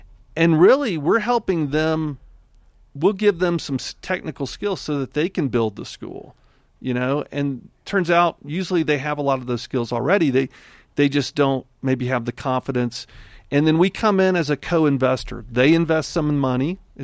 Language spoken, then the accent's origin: English; Alabama, United States; I am the pastor from Alabama, and my head goes to that.